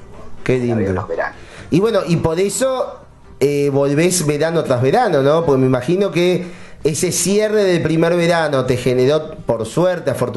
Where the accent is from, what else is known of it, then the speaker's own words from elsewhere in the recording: Uruguay; Porque viste que el uruguayo no es tan abierto como el argentino. Somos más cerraditos.